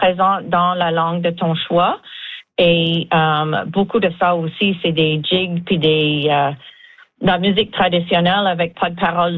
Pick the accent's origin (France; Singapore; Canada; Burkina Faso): Canada; Cape St. George, Newfoundland and Labrador; also born or lived in Stephenville / Ontario; J'étais née à Stephenville à l'hôpital, puis oui, j'ai grandi à Cap-Saint-Georges. Donc, une communauté francophone avec beaucoup de personnes aînées qui sont francophones de souche.